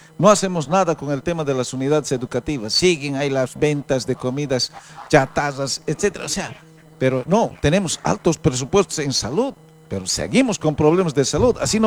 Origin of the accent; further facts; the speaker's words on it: Llallagua, Potosí, Bolivia; moved away; Allá en mi natal Yayagua